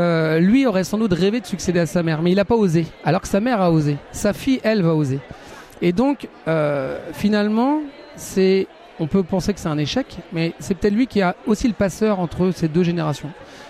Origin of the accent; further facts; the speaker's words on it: Brittany, France; moved away; moi, je suis breton.